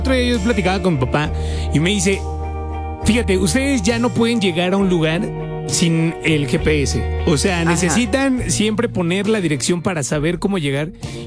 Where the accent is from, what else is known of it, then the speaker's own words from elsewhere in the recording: Veracruz, Mexico; nosotros somos de Veracruz.